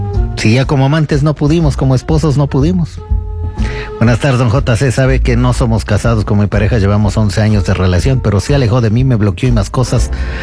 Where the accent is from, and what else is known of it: Ecuador